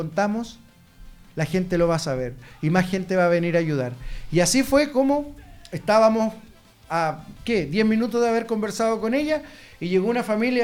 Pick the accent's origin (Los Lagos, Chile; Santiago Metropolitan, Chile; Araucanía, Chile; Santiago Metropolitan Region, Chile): Araucanía, Chile; Angol; Le digo yo, no, yo soy de Angol.